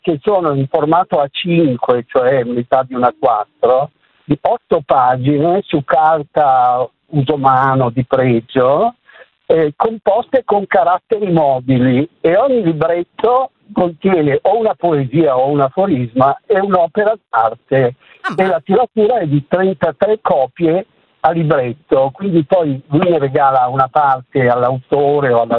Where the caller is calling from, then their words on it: Milan, Lombardy, Italy; io sono di Milano